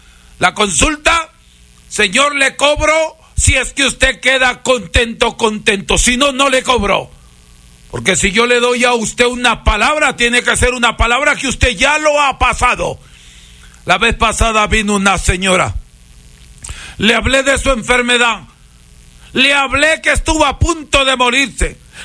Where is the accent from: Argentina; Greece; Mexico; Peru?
Peru; Huancabamba, Piura; soy peruano huancabambino bautizado en la Laguna Blanca, Laguna del Chimbe, Laguna del Toro, Laguna de la Palangana.